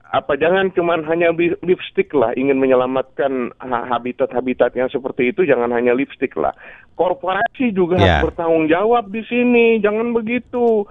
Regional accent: Kalimantan, Indonesia; now in Samarinda, Indonesia; dan saya dibesarkan di Kalimantan.

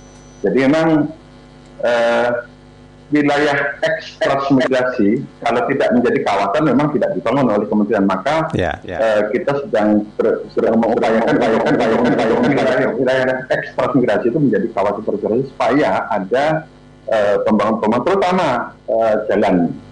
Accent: Sintang, West Kalimantan, Indonesia; also born or lived in Banyuwangi, East Java; Saya asli dari Banyuwangi. pos migrasi tahun 82 di Kabupaten Sintang, Kalimantan Barat. Jadi kebetulan kalau saya ini mungkin karena dari bahasanya dari bayi sudah di Kalimantan

